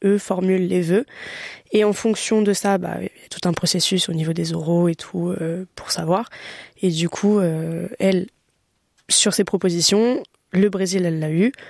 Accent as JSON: {"language": "French", "country": "France", "said": "je débarque, je suis française, d'origine portugaise, bon ok. Mon portugais c'était un portugais de vacances"}